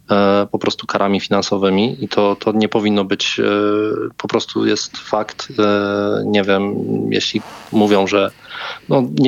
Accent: Kraków, Lesser Poland, Poland; Oczywiście ja pochodzę z Krakowa

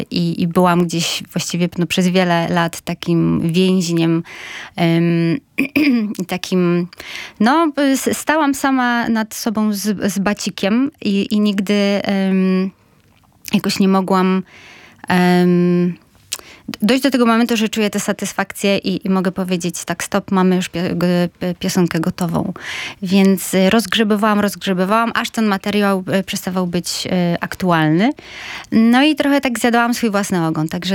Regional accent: Gdańsk, Pomeranian Voivodeship, Poland; ja, gdańszczanka z dziada pradziada

